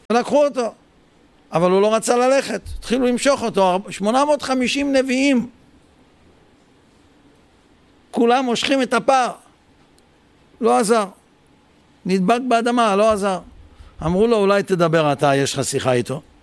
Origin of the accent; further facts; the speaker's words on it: Jerusalem, Jerusalem District, Israel; אני ירושלמי